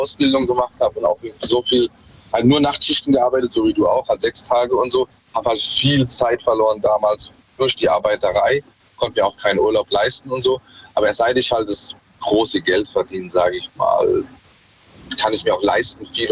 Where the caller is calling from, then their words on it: Mannheim, Baden-Württemberg, Germany; Aus Mannheim.